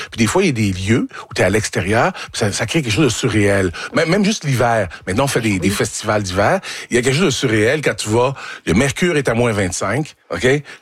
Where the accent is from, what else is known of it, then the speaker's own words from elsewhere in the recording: Quebec, Canada; Tu sais, moi, j'ai grandi en Mauricie, OK?